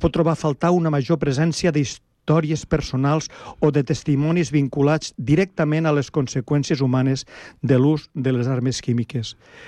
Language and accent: Catalan; Flix, Catalonia, Spain; jo sóc de Flix